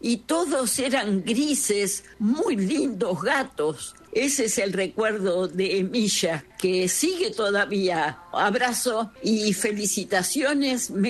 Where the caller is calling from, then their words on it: Buenos Aires, Argentina; de Belgrano R